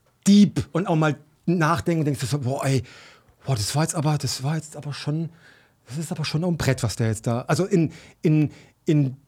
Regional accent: Mannheim, Baden-Württemberg, Germany; Südbaden und so weiter und Mannheim und Ludwigshafen und Heidelberg und da, das ist die Ecke, wo ich auch herkomme.

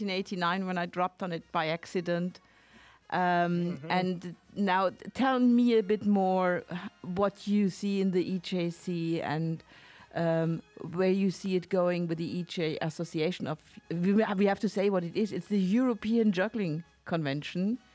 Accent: Southern Germany, Germany; moved away; ich komme ja ganz aus dem Süden.

